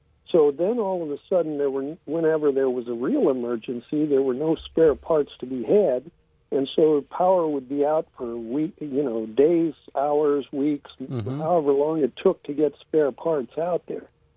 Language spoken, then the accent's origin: English; California, United States; Hey, I'm the guy from California